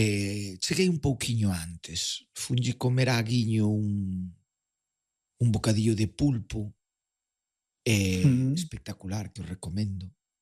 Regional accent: Riós, Galicia, Spain; son do interior, son de Ríos, entre Agudiña e Verín, para situar un pouquiño e tal.

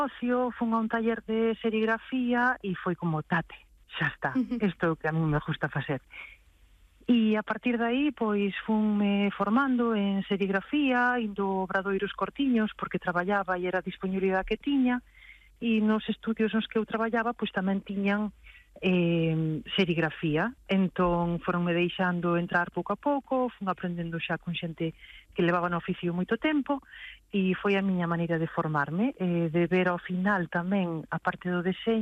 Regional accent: Santa Uxía de Ribeira, Galicia, Spain; also born or lived in New Jersey, United States; eu son de Santa Uxía de Ribeira, como moita xente da zona, pois emigramos. Entón, meus pais traballaban en Estados Unidos, en New Jersey, e eu estuve alá vivindo con eles cando era pequena, hasta os 12 anos.

